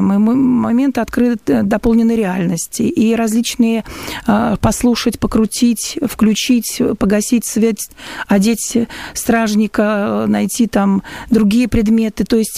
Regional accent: Saint Petersburg, Russia; moved away; Я их, как питерская, заметила

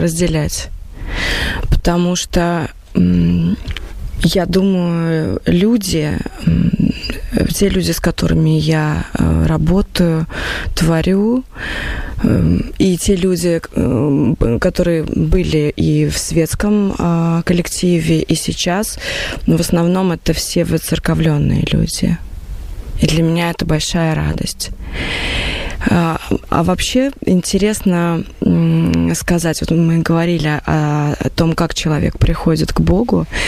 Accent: Kazan, Tatarstan, Russia; а так как я из Казани сама, а у нас в Татарстане это так

